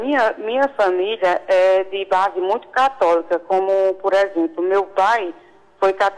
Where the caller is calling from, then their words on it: Araripina, Pernambuco, Brazil; Eu falo de Araripina, Pernambuco.